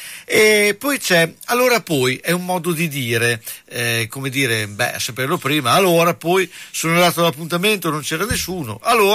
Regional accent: Bologna, Emilia-Romagna, Italy; accent: Bolognese; abbiamo aperto un nuovo capitolo dal nostro dialetto bugnaise.

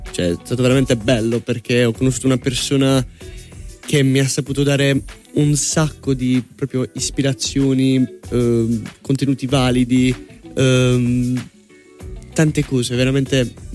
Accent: Ruvo di Puglia, Apulia, Italy; Allora, io vengo da Ruvo di Puglia

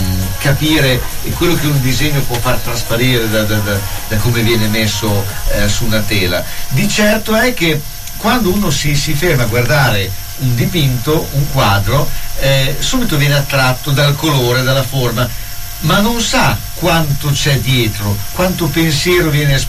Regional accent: Anzola dell'Emilia, Emilia-Romagna, Italy; accent: Bolognese dialect; io che sono di Anzola

